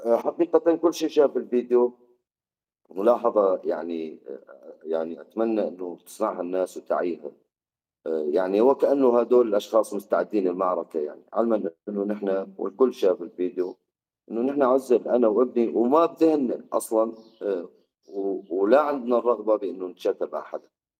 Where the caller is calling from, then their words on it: Raqqa, Raqqa Governorate, Syria; أنا تعاطف أهل الرقة ومدينتي وأهل سوريا كاملة،